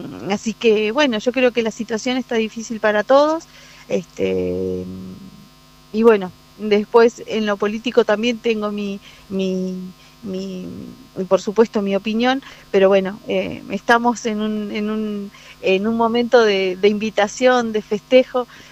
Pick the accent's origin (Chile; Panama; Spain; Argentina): Chile; Yo en mi casa soy la única chilena. Uh-huh. Mi esposo es argentino, mis uh-huh. hijos son argentinos y seguramente voy a tener nietos argentinos también.